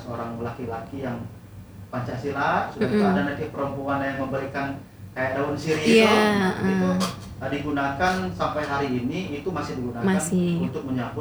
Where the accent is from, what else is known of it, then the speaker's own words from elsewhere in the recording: Bengkulu, Indonesia; memang saya dibesarkan di Bengkulu Utara itu betul-betul dari orang tua, bapak saya dan ibu saya orang Rejang, dimana setiap di rumah misalkan kita menggunakan bahasa